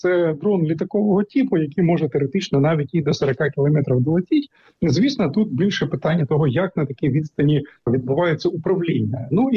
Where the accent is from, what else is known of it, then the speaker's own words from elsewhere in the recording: Sumy, Sumy Oblast, Ukraine; Ну, от моє рідне місто Суми потрапляє, ну, буквально кожного дня туди 3-5 авіаційних бомб падає